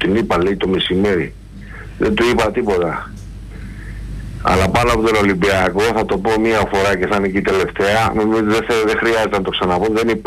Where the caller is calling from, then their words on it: London, United Kingdom; Καλησπέρα … από Λονδίνο.